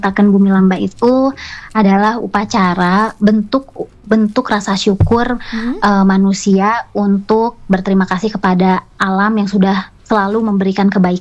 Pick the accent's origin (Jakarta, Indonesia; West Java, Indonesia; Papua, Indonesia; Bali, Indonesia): Bali, Indonesia; Kebetulan saya asli Bali, jadi saya pakai pakaian kebaya Bali.